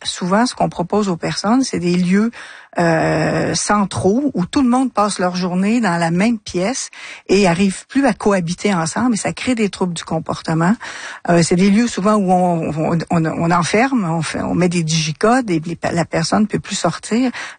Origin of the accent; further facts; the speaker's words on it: Trois-Rivières, Quebec, Canada; Bien, moi, je suis de Trois-Rivières et depuis l'âge de 21 ans, j'accompagne des personnes qui vivent avec la maladie d'Alzheimer ou une maladie apparentée.